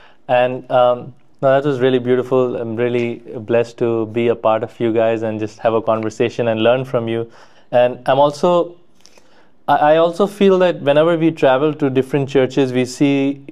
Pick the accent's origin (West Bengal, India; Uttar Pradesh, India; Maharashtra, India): West Bengal, India; Kolkata; I grew up in Calcutta in India, and I was with the Missionary of Charity sisters.